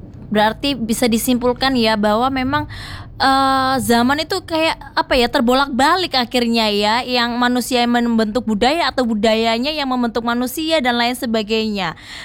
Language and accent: Indonesian; Surabaya, East Java, Indonesia; kita ini kan arek Surabaya